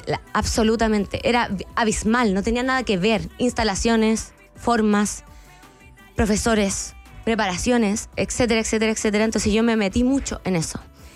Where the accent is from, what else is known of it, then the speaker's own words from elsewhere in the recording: Puebla, Mexico; como si hay gente que no me conoce y no conoce mi identidad, un poquito vengo de Puebla.